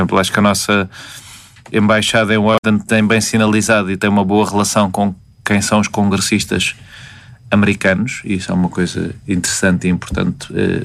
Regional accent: Portugal

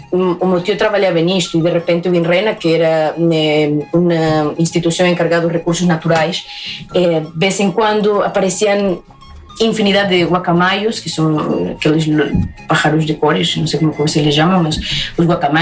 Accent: Pucallpa, Ucayali, Peru

